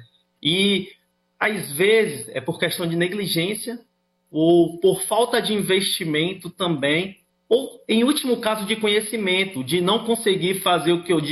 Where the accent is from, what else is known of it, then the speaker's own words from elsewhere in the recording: Salvador, Bahia, Brazil; Não, eu sou de Salvador